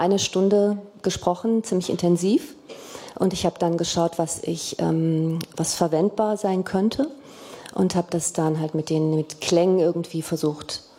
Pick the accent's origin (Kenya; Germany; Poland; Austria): Germany; Bonn, North Rhine-Westphalia; Weil ich komme aus Bonn und das ist halt Lokalradio dann.